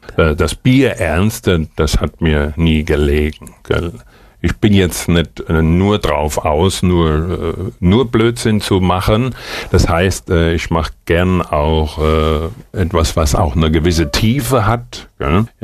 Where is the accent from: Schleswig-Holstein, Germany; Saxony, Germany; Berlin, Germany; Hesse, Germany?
Hesse, Germany; Ich komme ja aus Hessen